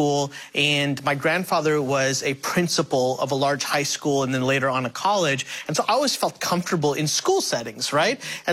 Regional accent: India; first language Telugu; So my first language, y'all, was actually Telugu, one of the major dialects in mm-hmm. India.

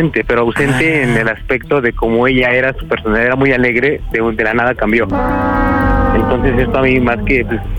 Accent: Mexico City, Mexico; now in Misantla, Mexico; soy nativo de la Ciudad de México, pero ando viviendo por acá.

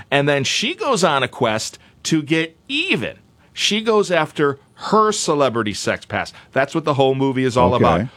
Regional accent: Peoria, Illinois, United States; I'm like, I'm a guy from Peoria.

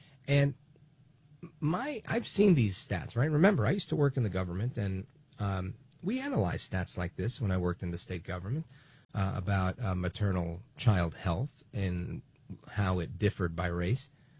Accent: Brooklyn, New York, United States; born there; My parents are from Puerto Rico. I was born in Brooklyn, but we had one big, happy Puerto Rican family eating pernil.

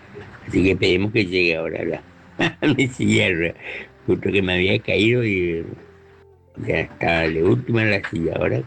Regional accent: Clorinda, Formosa, Argentina; de Clorinda, Formosa, Panamá, frente a Asunción

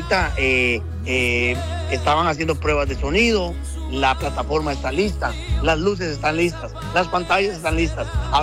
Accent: Costa Rica; soy de Costa Rica.

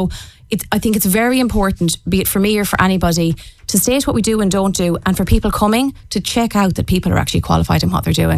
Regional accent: Bohola, Connacht, Ireland

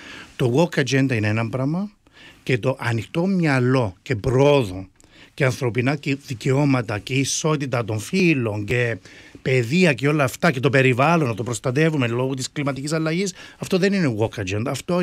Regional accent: Cyprus; Τώρα είμαστε Ελληνοκύπριοι εδώ που μιλούμε. ξέρουμε τι θέλουμε σαν Ελληνοκύπροι

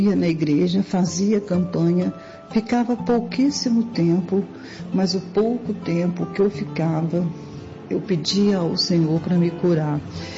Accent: Belo Horizonte, Minas Gerais, Brazil; eu sou de Belo Horizonte.

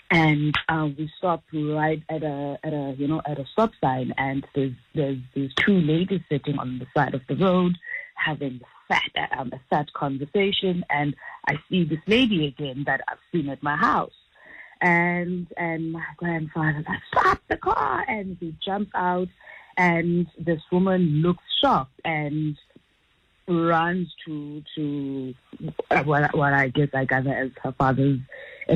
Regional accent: Cape Town, Western Cape, South Africa; also born or lived in Witbank / Elsies River; So I'm from Gugulethu to Cape Town, and before we were moved to Gugulethu, I talk about being displaced from Witbank and Elsitz River.

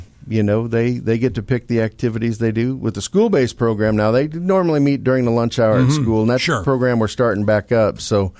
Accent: Germantown, Illinois, United States; I was born and raised in Germantown, Illinois. I went to Breeze Modern Day High School.

